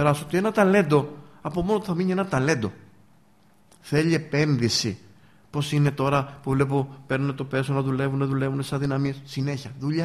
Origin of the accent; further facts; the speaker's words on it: Livadeia, Central Greece, Greece; moved away; also born or lived in Corinth; Και εγώ όταν ήμουν εδώ στο Λοβαδιακό και ήμουν πριν φύγω από τον τόπο μου